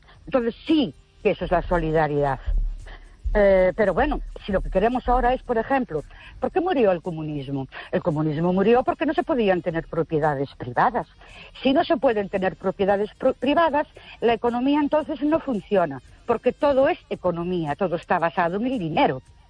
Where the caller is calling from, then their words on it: Ourense, Galicia, Spain; de Ourense.